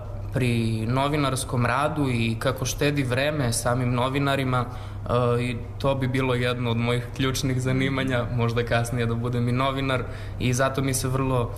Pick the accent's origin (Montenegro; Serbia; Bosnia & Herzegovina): Serbia; Vranje, Southern and Eastern Serbia; dolazim iz Vranja, učenik sam drugog razreda gimnazije Bora Stanković, Vranje.